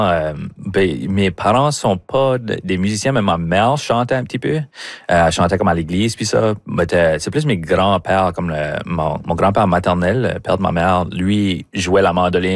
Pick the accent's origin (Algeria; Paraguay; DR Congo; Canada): Canada; Memramcook, New Brunswick; On dirait que c'est probablement des souvenirs d'être chez nous à Memramcook puis c'est de courir dans le champ en arrière de chez nous.